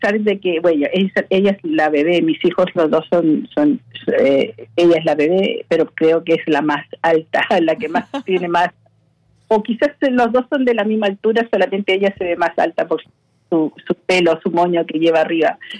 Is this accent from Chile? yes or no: yes; Chile; now in Australia; Yo puedo decir que soy chilena y todo eso, pero verdaderamente soy más australiana que chilena.